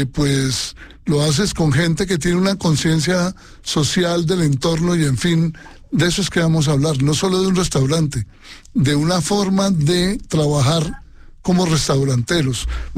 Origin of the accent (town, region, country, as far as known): Spain